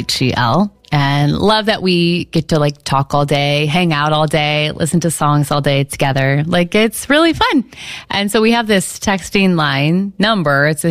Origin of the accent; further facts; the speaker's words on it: United States; Well, I did. I grew up near the Wabash River. I needed an ocean.